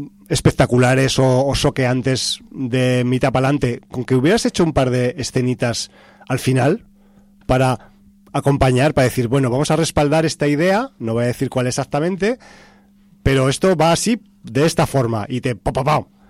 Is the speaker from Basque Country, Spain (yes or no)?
no; Aragon, Spain; pero en Aragón, yo al menos en mi pueblo, yo he comido siempre borraja